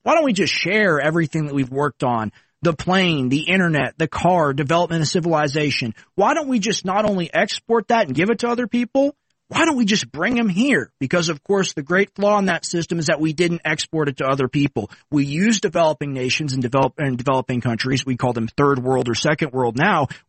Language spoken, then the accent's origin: English; Texas, United States; and I'm from Texas, right? My family, right? They were given land by Mexico almost 300 years ago, okay?